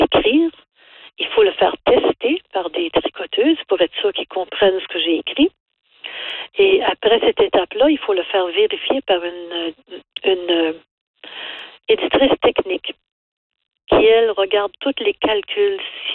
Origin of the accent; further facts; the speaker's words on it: Edmundston, New Brunswick, Canada; now in Bathurst, Canada; Je suis originaire d'Edmundston, mais j'habite à Bathurst.